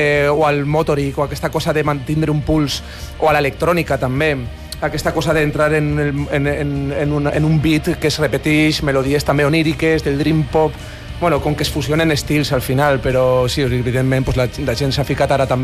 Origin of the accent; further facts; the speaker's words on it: Valencia, Valencian Community, Spain; quan te'n vas de la teua ciutat, que nosaltres som de València